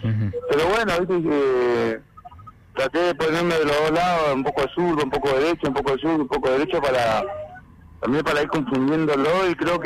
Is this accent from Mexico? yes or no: no; Argentina; Eso lo pasa siempre a nosotros que somos todos argentinos